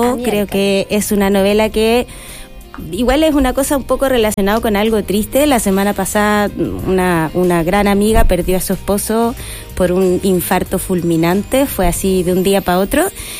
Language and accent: Spanish; Chile